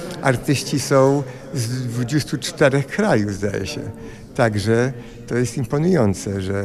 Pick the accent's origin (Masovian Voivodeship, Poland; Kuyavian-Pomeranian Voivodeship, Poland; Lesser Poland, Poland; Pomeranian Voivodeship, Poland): Masovian Voivodeship, Poland; Warsaw; born there; moved away; ja się urodziłem w Warszawie, na ulicy Wiejskiej mieszkaliśmy